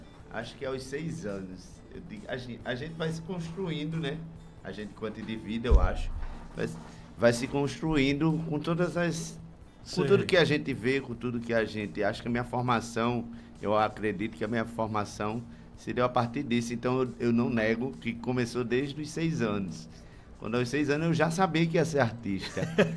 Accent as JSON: {"language": "Portuguese", "town": "João Pessoa", "region": "Paraíba", "country": "Brazil", "also_born_or_lived": "Santa Rita, Paraíba", "said": "eu sou de João Pessoa, mas também passei, morei aqui em Santa Rita. Sim. 5 anos."}